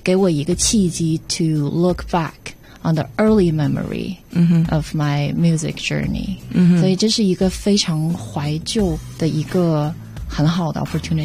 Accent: Dalian, Liaoning, China; 我来自家乡是大连，东北的一个城市。

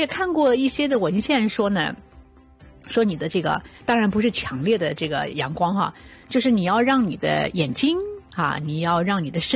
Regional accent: China; now in Toronto, Canada

